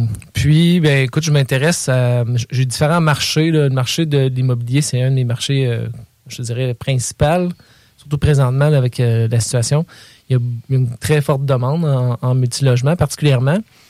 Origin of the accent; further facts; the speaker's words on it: Frampton, Quebec, Canada; moved away; also born or lived in Montreal; fait, je suis architecte, je viens de la Beauce. C'est pas très loin.